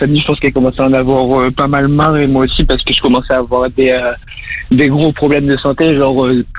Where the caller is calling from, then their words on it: Nantes, Pays de la Loire, France; j'ai 17 ans, je suis de Nantes.